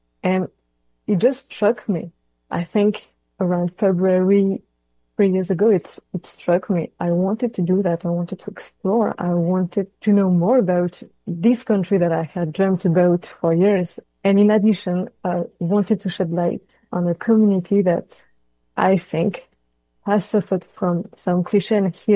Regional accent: Normandy, France; So just a bit of background, I come from Normandy in France, and I've been surrounded my whole childhood and adulthood by Canadian flags and Quebecois flags because I've grown up in Juno Beach, so where the Canadian Army landed.

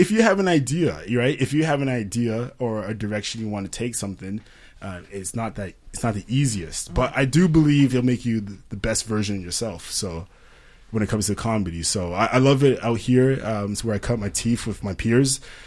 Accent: England, United Kingdom; born there; My place of birth. I was born in England.

